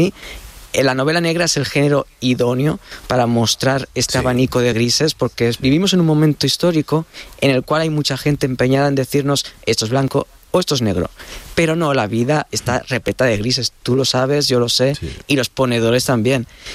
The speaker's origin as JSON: {"language": "Spanish", "town": "Tarragona", "region": "Catalonia", "country": "Spain", "lives_now": "Madrid, Spain", "said": "Yo soy un enamorado de Madrid, yo soy de Tarragona, vivo en Madrid desde el 2014"}